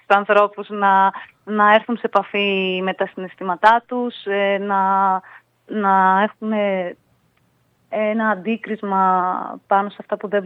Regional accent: Thessaloniki, Central Macedonia, Greece; Γεννήθηκα και μεγάλωσα στη Θεσσαλονίκη.

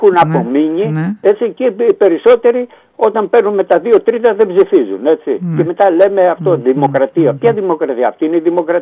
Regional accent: Greece; εμείς ως Έλληνες

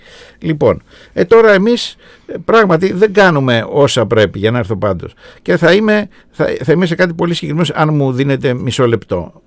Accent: Greece; εγώ είμαι εκ της Νοτιού Ελλάδος, μόνο ότι όπως οι περισσότεροι χωρίζεις και από τη Βόρειο και από την εκτός των ορίων Ελλάδα, διότι έχω καταγωγή από την Νήσο Ύμβρο.

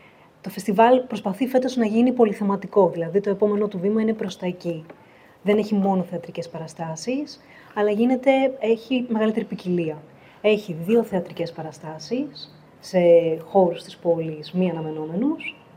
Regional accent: Greece

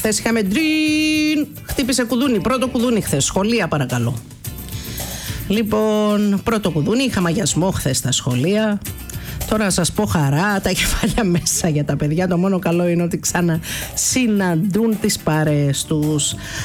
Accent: Malesina, Central Greece, Greece; Ο Γενικός Γραμματέας του ΚΚΕ ήταν στο χωριό μου, κύριε, στη Μαλεσίνα.

